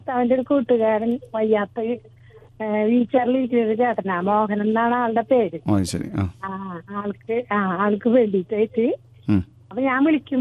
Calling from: Pazhuvil, Kerala, India; തൃപ്രയാർ അടുത്തുണ്ട്

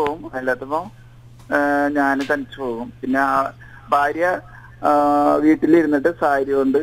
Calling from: Thrissur, Kerala, India; ശങ്കരകണ്ഠമ്പലം.

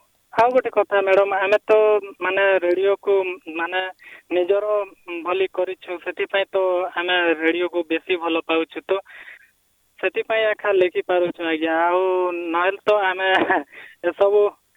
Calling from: Narpur, Odisha, India; ମୁଁ ଡୁମାଲୁରି ନାରପୁର କଳାହାଣ୍ଡିରୁ

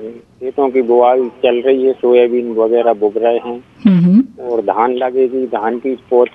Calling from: Berasia, Madhya Pradesh, India; बैरसिया रहते हैं।

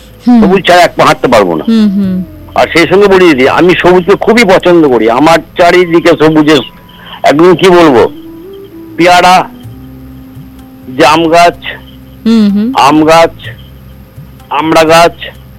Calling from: West Bengal, India; আমাদের এখানে ভালকি মাচান বলে একটা জায়গা আছে, বুঝলেন, অরণ্যরানী ভালকি মাচান

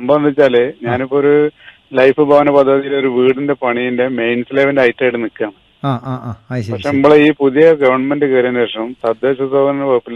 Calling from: Kozhikode, Kerala, India; Kozhikode.

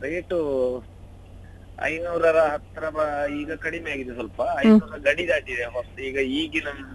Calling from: Aleti, Karnataka, India; ನಾನು ಸುಳ್ಯ ತಾಲೂಕು ಆಲೇಟಿ ಗ್ರಾಮದಿಂದ

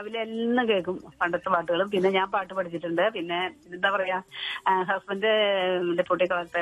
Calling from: Chalakudy, Kerala, India; ഞാൻ ചാലക്കുടി അടുത്ത് ഡിവൈൻ നഗർ കേട്ടിട്ടുണ്ടോ? മുരിങ്ങൂർ

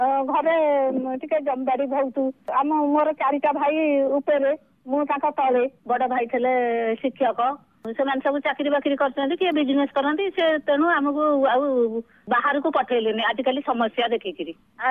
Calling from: Jagatsinghpur, Odisha, India

